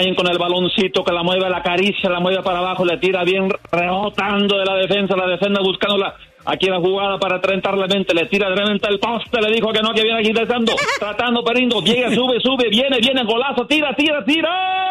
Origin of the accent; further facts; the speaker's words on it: Chihuahua, Mexico; now in Los Angeles, United States; Aquí yo soy latino, soy de Chihuahua. Y aquí estoy viviendo en los Estados Unidos, ya Los Ángeles, por casi prácticamente toda mi vida